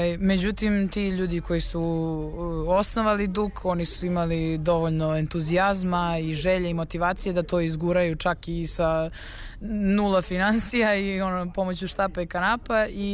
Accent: Čačak, Šumadija and Western Serbia, Serbia; odrasli smo u Čačku.

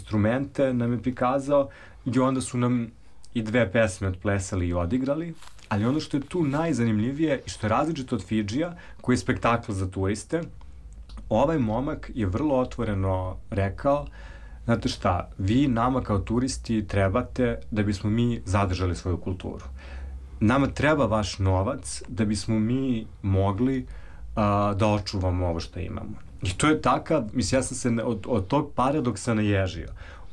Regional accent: Serbia; Odakle ste, ja kad sam rekao Srbija, on je zastao

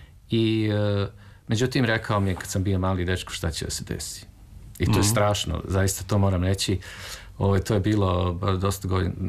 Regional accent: Belgrade, Serbia; Moj prvi dom, ja sam rođen u Beogradu i prvi dom je bio na Slavi

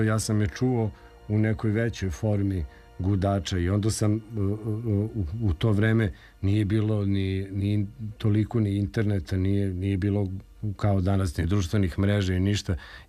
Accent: Sremska Mitrovica, Vojvodina, Serbia; u Sremskoj Mitrovici, u mom gradu odakle sam ja.

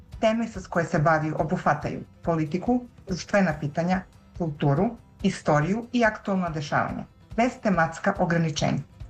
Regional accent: Niš, Southern and Eastern Serbia, Serbia; now in United States; A rođena sam u Niš, gde sam živela do pre 10 godine, kad sam se sa porodicom preselila u Sjedinjene Američke Države, a gde i dan danas rabotim i živim.

